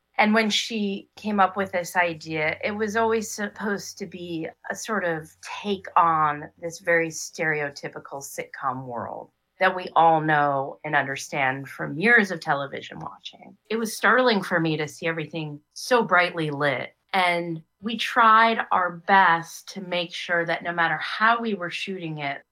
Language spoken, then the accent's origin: English; Worcester, Massachusetts, United States; born or raised there